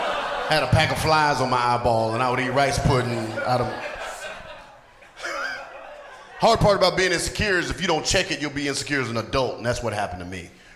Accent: the South, United States; I'm from the South. I'm like, a white girl shining my

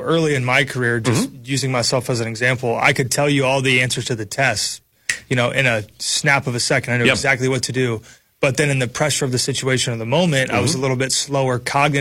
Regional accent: Kentucky, United States; I was coming from Kentucky to Minnesota, and Kentucky's not the best football state either

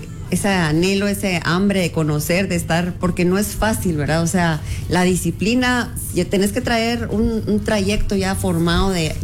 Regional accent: Guatemala

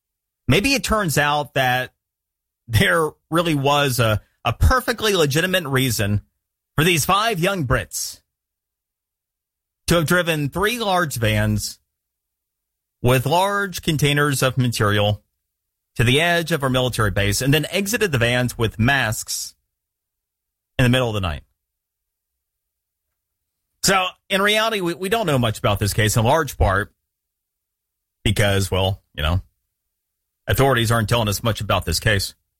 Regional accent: Florida, United States; than it is, say, in my home state of Florida?

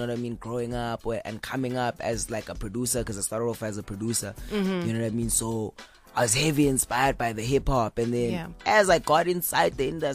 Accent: South Africa; I'm South African

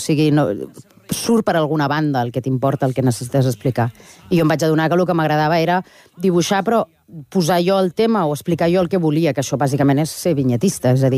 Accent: Barcelona, Catalonia, Spain; also born or lived in Oviedo; arribar aquí a Barcelona, a Catalunya, quan tenia un any. Llavors, lo d'Oviedo sempre és anecdòtic, però no sóc d'Oviedo, realment.

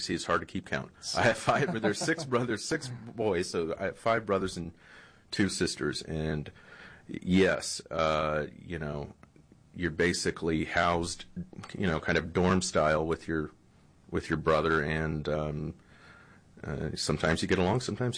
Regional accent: San Antonio, Texas, United States; I'm a lawyer in San Antonio. I grew up in San Antonio. I have a law practice downtown San Antonio with my dad and my 5 brothers

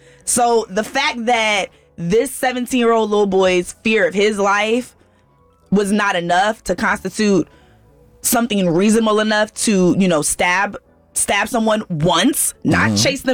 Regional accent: United States; as a millennial growing up in America

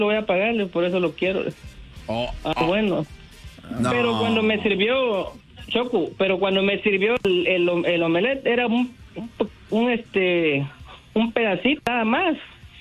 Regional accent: Chiapas, Mexico; now in Chattanooga, United States; Ah, yo soy de Chiapas.

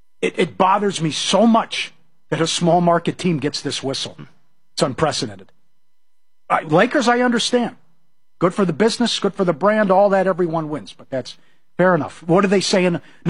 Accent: Minnesota, United States; When I grew up in Minnesota

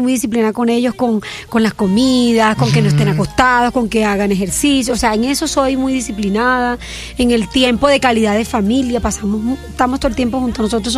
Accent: Lorica, Córdoba, Colombia; mi querida y amada Lorica

